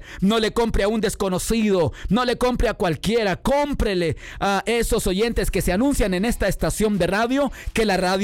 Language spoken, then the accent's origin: Spanish; Honduras; now in United States; Mientras que en mi país, ahí trabajas y no te pagan. No sé si te pasa lo mismo, pero a mí sí me ha pasado, hermanito. En Honduras trabajé como 15 días de ayudante de albañil